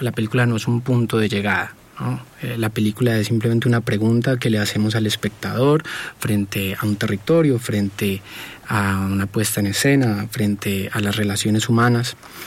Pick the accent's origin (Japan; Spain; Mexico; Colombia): Colombia; somos colombianos, hemos vivido acá, entendemos nuestro contexto de violencia histórico